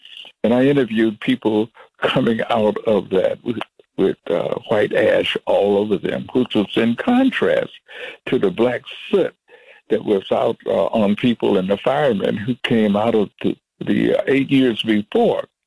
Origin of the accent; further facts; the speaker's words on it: Detroit, Michigan, United States; Because, you know, growing up in Motown, it's impossible to resist the that kind of urgency to put down your own words, to write your own songs.